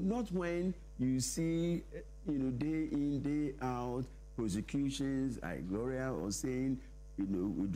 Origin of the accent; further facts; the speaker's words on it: Ghana; There are certain things that, as a Ghanaian, I think we shouldn't make, you know, heavy weather